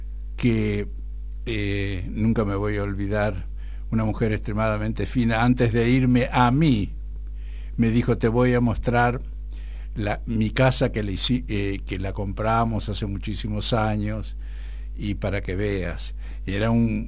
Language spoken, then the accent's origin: Spanish; Pampas, Argentina